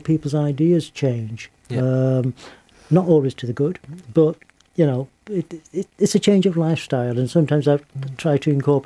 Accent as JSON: {"language": "English", "region": "North West England", "country": "United Kingdom", "tie": "born or raised there", "said": "And I grew up in Lancashire, but wherever I've lived, I've always liked to investigate the local history."}